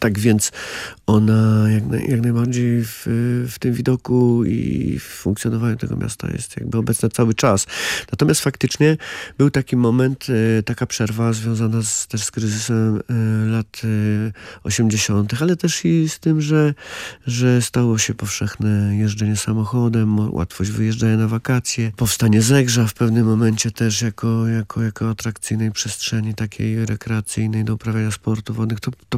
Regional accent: Lesser Poland, Poland; moved away as an adult; also born or lived in Kraków; now in Warsaw, Poland; Ja pochodzę z Małopolski, z Pogórza, z gór i chodziłem do szkoły, do liceum w Krakowie i później na studia w Krakowie

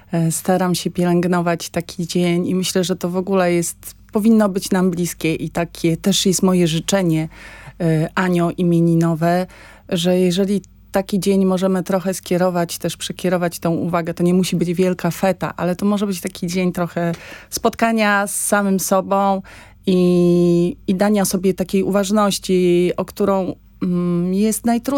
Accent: Jankowo, Warmian-Masurian Voivodeship, Poland; also born or lived in Olsztyn; Urodziłam się w Olsztynie, ale wychowałam się i mieszkałam od dziecka w Jankowie, w takiej niedużej miejscowości gminnej koło Olsztyna, 20 kilometrów od Olsztyna

